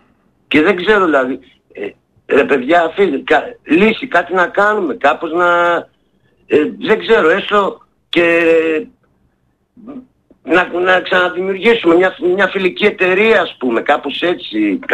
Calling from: Aiginio, Central Macedonia, Greece; Καταγωγή μου από το Αιγίνιο Πιερίας.

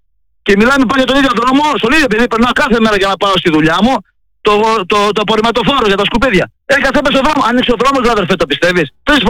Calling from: Katerini, Central Macedonia, Greece; έχω δρόμο στην Κατερίνη. Η πόλη της Λακούβας, αδερφέ.

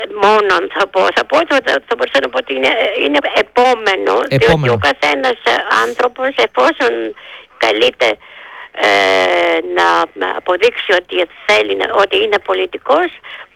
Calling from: Thessaloniki, Central Macedonia, Greece; Εδώ στη Θεσσαλονίκη.

